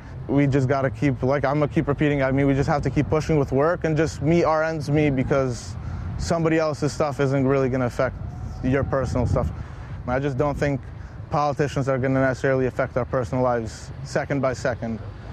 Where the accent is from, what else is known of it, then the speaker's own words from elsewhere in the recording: Canton, Michigan, United States; I'm from Canton, Michigan, and I do construction for a living.